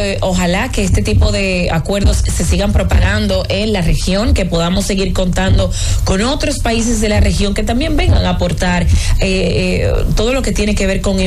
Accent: Dominican Republic

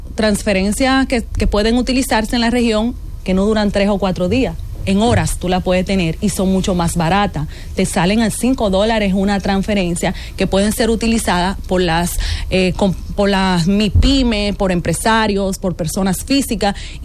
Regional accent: Dominican Republic; cómo podemos nosotros como dominicanos y como región poder integrarnos

